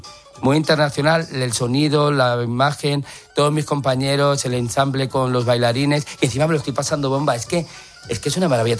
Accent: Madrid, Community of Madrid, Spain; Soy imagen de mi ciudad, soy madrileño.

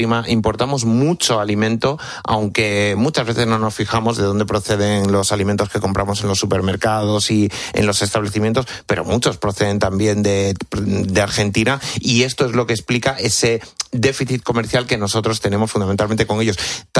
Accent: Cáceres, Extremadura, Spain; Yo, por ejemplo, que soy de Cáceres, que soy de Extremadura

